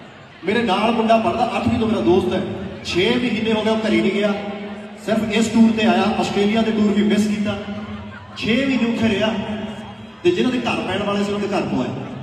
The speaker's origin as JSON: {"language": "Punjabi", "region": "Punjab", "country": "India"}